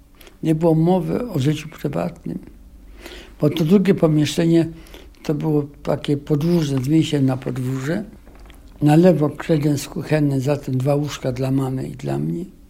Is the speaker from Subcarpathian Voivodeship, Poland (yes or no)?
no; Łódź, Łódź Voivodeship, Poland; Urodziłem się na Solnie 12 i żyłem potem, jak ojciec zmarł, jak ja miałem 1,5 roku, w czerwcu 1927 roku.